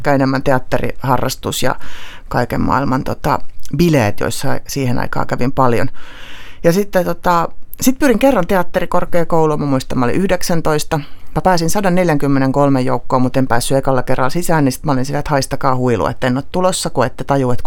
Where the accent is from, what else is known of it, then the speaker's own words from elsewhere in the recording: Helsinki, Uusimaa, Finland; mistä mä oon ihan kotoisin, missä asuttiin äidin ja siskon kanssa ja isäpuolen kanssa, niin me oltiin siellä niinku aivan siis oikeasti Itä-Helsingissä.